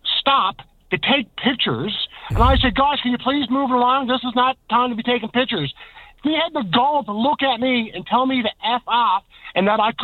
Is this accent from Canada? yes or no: yes; Newfoundland and Labrador, Canada; and when they found out we're from Newfoundland, they kept saying how nice and how polite to people from Newfoundland and Labrador.